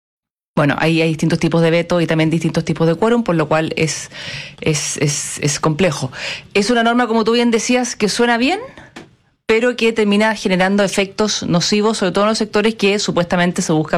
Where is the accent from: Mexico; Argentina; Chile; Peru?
Chile; somos todos los chilenos